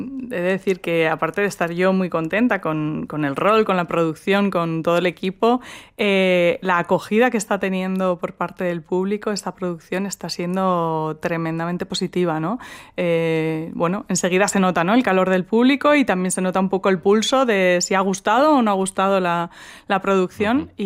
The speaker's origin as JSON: {"language": "Spanish", "region": "Basque Country", "country": "Spain", "said": "Hombre, como buena vasca me gusta la gastronomía."}